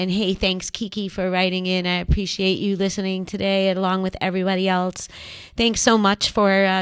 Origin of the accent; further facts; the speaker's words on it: New York City, New York, United States; I grew up in Queens.